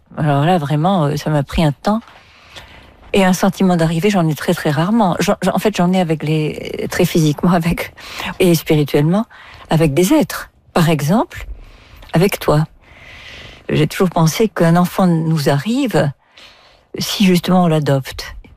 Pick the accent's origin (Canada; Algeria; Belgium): Algeria; now in France; D'Algérie, je suis partie, mais parfois, je me dis aussi, tu sais, si on joue avec l'idiome français, je suis d'Algérie, je suis partie, je suis une partie d'Algérie.